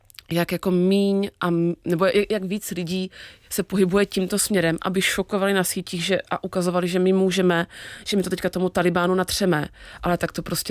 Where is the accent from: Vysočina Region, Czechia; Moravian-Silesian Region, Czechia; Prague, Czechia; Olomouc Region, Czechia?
Olomouc Region, Czechia; Olomouc; Já jsem jako děvče z Olomouce původně. My jsme v Olomouci, když jsem byla malá, tak tam byl jeden jediný jako vlastně Afričan.